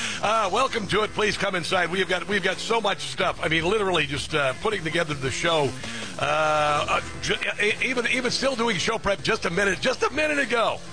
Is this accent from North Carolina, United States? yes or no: no; Omaha, Nebraska, United States; now in Washington, D.C., United States; Omaha, Nebraska, by the way. That's my hometown originally